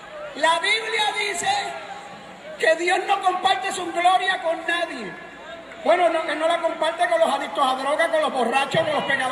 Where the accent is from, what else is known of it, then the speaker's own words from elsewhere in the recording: Puerto Rico; Yo vengo de, soy nacido en Puerto Rico, pero de sangre italiana, o sea … Pero yo soy más puertorriqueño que el arroz y los frijoles, ¿ok? 100% boricua.